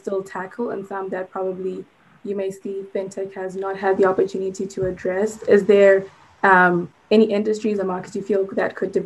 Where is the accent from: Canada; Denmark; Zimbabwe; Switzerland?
Zimbabwe; now in United States; I grew up in Zimbabwe and Africa, and just then coming to America and seeing just the differences